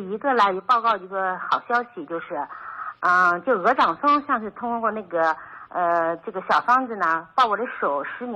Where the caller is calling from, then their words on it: Xuzhou, Jiangsu, China; 我是徐州的一个那个听众